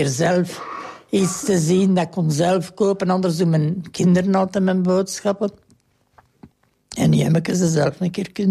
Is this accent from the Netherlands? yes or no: no; Herne, Flanders, Belgium; born there; also born or lived in Kester; nee, mijn geboortedorp is hier in Herne. Maar ik heb dan in Kester gewoond.